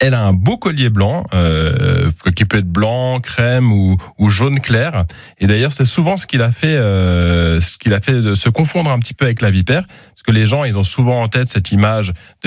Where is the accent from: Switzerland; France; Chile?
France; Grand Est; Chez nous, en Lorraine, on n'en a pas tant que ça.